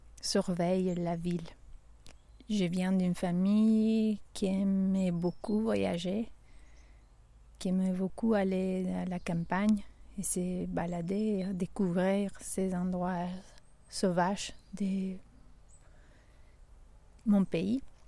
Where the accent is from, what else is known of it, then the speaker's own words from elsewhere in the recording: La Paz, Bolivia; moved away; Je suis née à La Paz, où j'ai vécu toute mon enfance et mon adolescence. On peut dire que La Paz est une grande ville